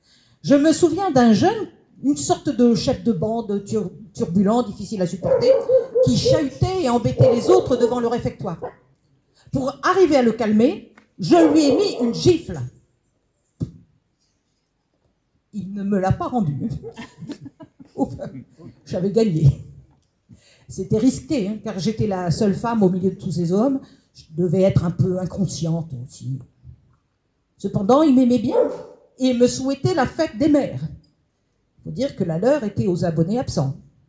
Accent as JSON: {"language": "French", "town": "Malbosc", "region": "Auvergne-Rhône-Alpes", "country": "France", "tie": "born there", "said": "Je suis née à Malbosque, petit hameau de notre bassin minier."}